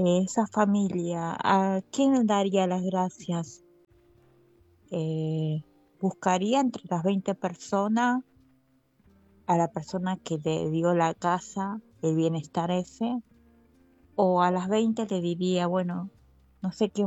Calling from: Merlo, San Luis, Argentina; de Merlo, San Luis.

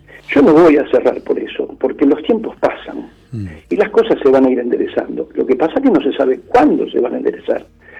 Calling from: Buenos Aires, Argentina; Yo soy del barrio de Almagro

